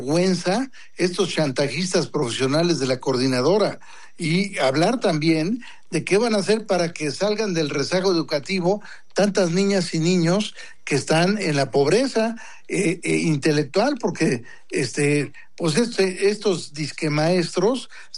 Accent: Mexico City, Mexico; como capitalinos y como, sí, mexicanos

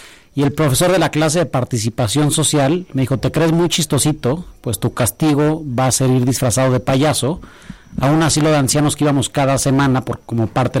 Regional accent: Mexico; somos de México

